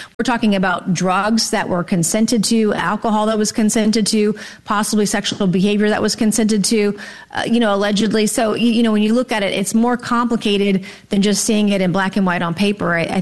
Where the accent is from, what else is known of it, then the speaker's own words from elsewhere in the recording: South Carolina, United States; near my hometown in South Carolina